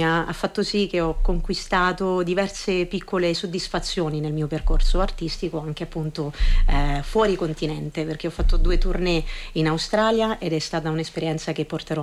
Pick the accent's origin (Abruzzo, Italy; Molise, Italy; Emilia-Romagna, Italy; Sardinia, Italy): Molise, Italy; also born or lived in Rome; now in Milan, Italy